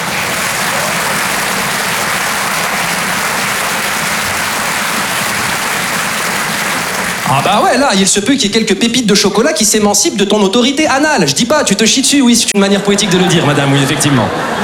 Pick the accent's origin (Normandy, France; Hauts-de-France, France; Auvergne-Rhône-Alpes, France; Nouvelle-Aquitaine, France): Auvergne-Rhône-Alpes, France; Lyon; now in Paris, France; je suis originaire de province, je suis originaire de Lyon. Et c'est vrai qu'avant de m'installer sur Paris, j'avais des petites appréhensions sur cette ville